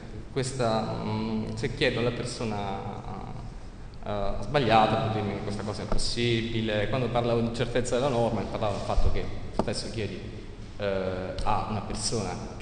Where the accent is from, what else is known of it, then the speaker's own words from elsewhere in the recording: Sicily, Italy; sono siciliano